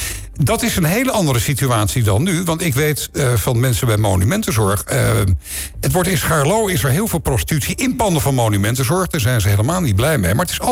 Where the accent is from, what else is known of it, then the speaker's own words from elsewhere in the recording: Amsterdam, North Holland, Netherlands; ik ben Amsterdammer.